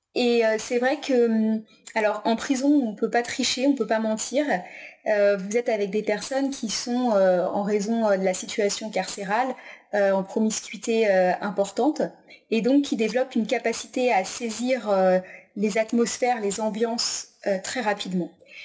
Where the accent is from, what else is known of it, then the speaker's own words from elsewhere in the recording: Brittany, France; moved away as an adult; now in Tours, France; Alors donc je suis de Bretagne, originaire de Bretagne, ma famille vit en Bretagne